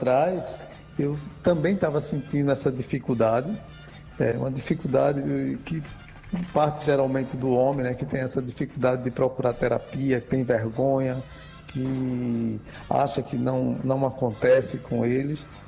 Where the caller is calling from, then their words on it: Recife, Pernambuco, Brazil; sou daqui do Recife